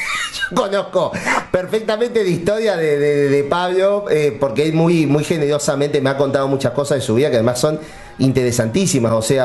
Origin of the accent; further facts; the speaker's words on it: Uruguay; Porque viste que el uruguayo no es tan abierto como el argentino. Somos más cerraditos.